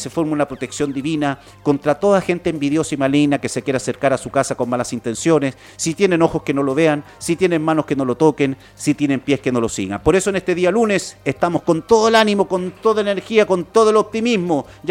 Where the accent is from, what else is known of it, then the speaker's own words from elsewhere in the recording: Chile; yo soy chileno